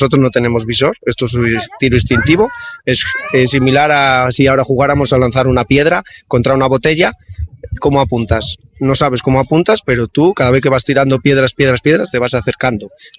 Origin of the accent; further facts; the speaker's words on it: Cantabria, Spain; Y yo, que por ejemplo somos de Cantabria